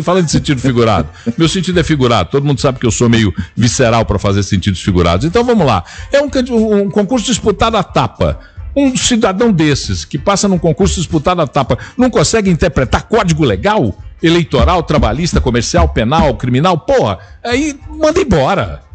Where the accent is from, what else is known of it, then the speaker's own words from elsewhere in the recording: Brazil; eu sou brasileiro